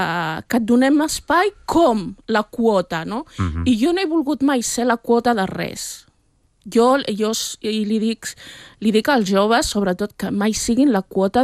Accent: Catalonia, Spain; Llavors, com a catalana, com a espanyola, és que si jo n'és, diguéssim, excloent elements que m'interpel·len diàriament, uh-huh, des de la meva infantesa, seria absurd, no?

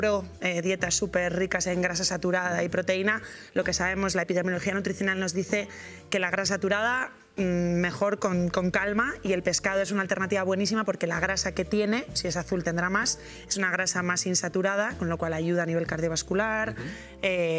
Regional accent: Basque Country, Spain; somos vascos

